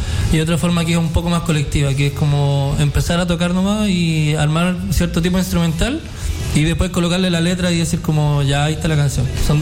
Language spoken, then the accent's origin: Spanish; Concepción, Biobío, Chile; Que, ponte tú, para nosotros que somos de Conce es como algo un tanto cotidiano porque estamos acá cerca, ¿cachai?